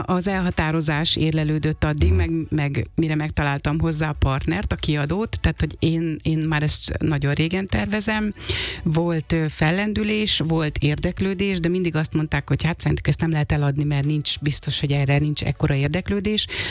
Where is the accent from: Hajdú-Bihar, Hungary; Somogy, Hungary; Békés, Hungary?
Békés, Hungary; Békés megyéből származom egyébként